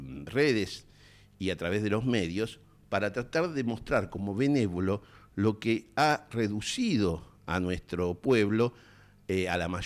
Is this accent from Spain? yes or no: no; Argentina; nuestros derechos como argentinos